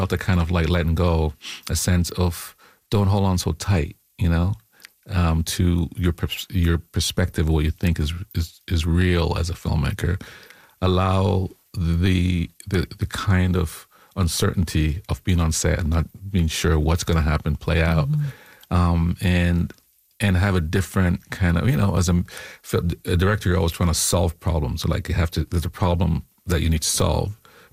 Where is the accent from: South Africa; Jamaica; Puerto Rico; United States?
Jamaica; born there